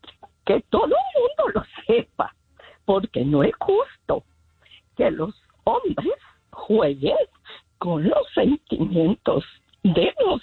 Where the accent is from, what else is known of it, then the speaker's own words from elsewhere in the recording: Sinaloa, Mexico; now in Los Angeles, United States; Yo soy sinaloense.